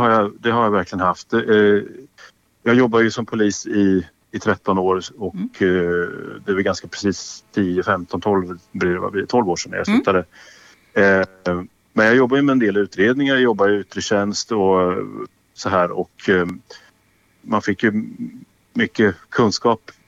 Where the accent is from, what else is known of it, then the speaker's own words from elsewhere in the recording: Örebro, Örebro County, Sweden; born there; Och jag då som född örebroare och som älskar stan och kan stan väldigt bra, det är ju väldigt enkelt.